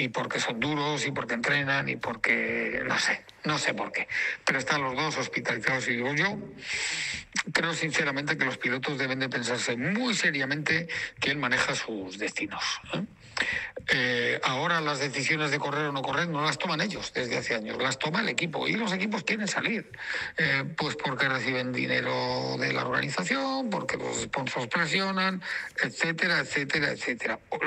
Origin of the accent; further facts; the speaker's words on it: Bilbao, Basque Country, Spain; soy de Bilbao y estoy acostumbrado a estas cosas